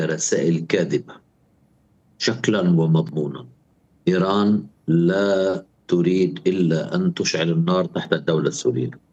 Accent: Lebanon; وأنا يعني سبحان كلبناني أتكلم،

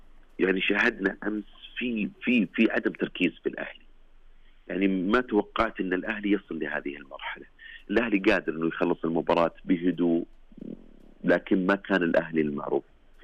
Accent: Saudi Arabia; احنا كسعوديين

